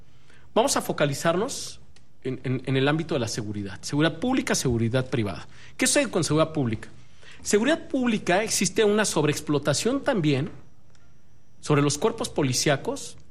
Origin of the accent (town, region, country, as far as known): Mexico